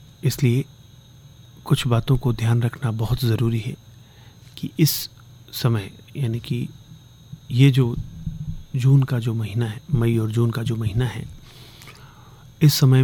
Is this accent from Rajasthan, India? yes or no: yes; Bikaner, Rajasthan, India; हम बीकानेर के निवासी हैं तो गर्मी हमारे बचपन से ही हमारे साथ ही चलती है